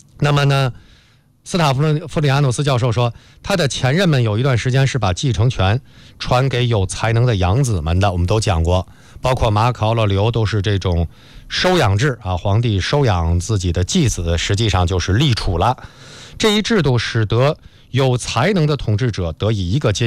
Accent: China; 就是我们中国人最熟悉的历史阶段之一

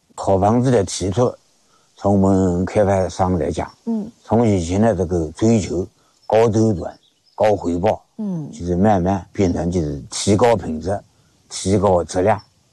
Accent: Yangzhou, Jiangsu, China; now in Baokang, China; 我老家是江苏扬州的

